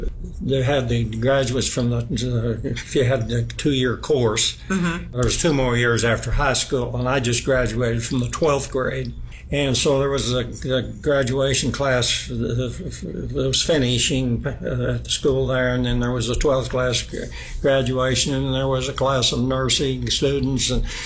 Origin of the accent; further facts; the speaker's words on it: Missouri, United States; now in Johnson County, United States; Southwest Missouri.